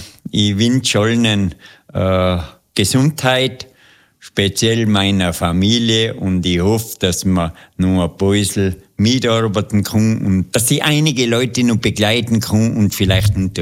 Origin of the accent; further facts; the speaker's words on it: Tyrol, Austria; Meine Heimat.